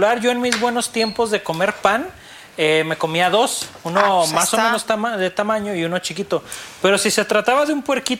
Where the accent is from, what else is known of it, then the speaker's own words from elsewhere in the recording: Mexico; como muchos de nosotros como mexicanos.